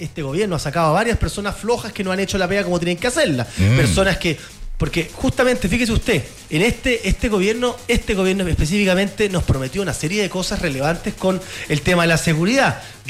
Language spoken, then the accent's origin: Spanish; Chile; moved away; also born or lived in United States